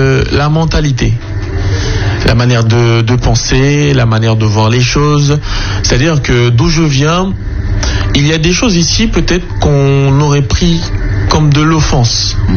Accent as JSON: {"language": "French", "country": "Chad", "moved": "as an adult", "lives_now": "Martinique", "said": "je viens d'Afrique, originaire du Tchad, l'Afrique centrale, précisément."}